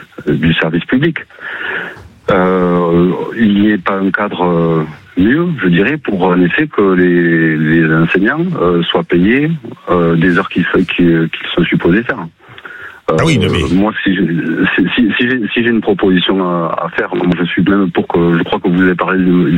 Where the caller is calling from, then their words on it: Muret, Occitanie, France; j'habite à Muret.